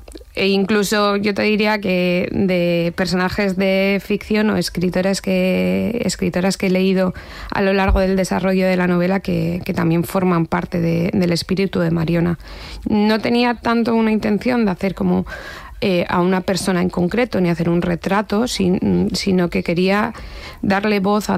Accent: Bilbao, Basque Country, Spain; yo soy de Bilbao, mi familia reside por aquí cerca

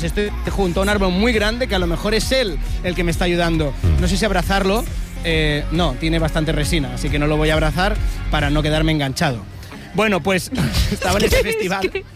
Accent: Serón, Andalusia, Spain; En mi pueblo, y ahí en Serón, en Almería, se hace la fiesta del jamón, la feria del jamón cada año

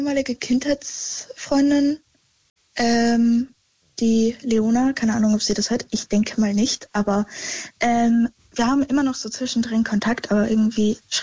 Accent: Germany; also born or lived in Vienna, Austria; weil ich wurde in Wien geboren und meine Eltern haben sich geschieden und dann sind wir nach Deutschland gezogen.

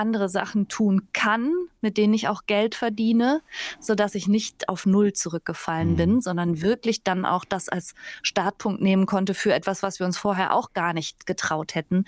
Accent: Bergisch Gladbach, North Rhine-Westphalia, Germany

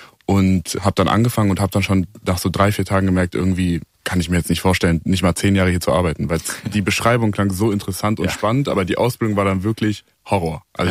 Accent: Melsungen, Hesse, Germany; In Kassel, also Nähe Kassel, Melsungen heißt das.

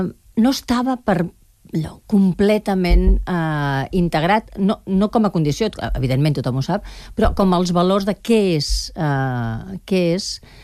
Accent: Barcelona, Catalonia, Spain; jo soc de Nou Barris

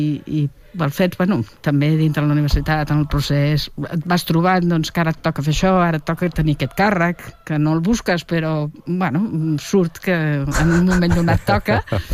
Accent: Catalonia, Spain; first language Catalan; perquè és la meva llengua, perquè sí. És el meu país i perquè me l'estimo.

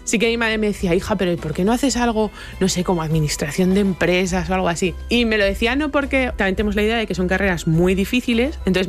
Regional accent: La Tala, Castile and León, Spain; Mi pueblo, que se llama La Tala y que está en la provincia de Salamanca.

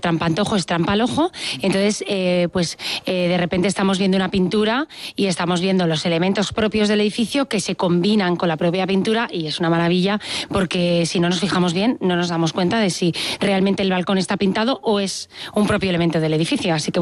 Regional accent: Navalcarnero, Community of Madrid, Spain; somos Villa de la Villa Real de Navalcarnero

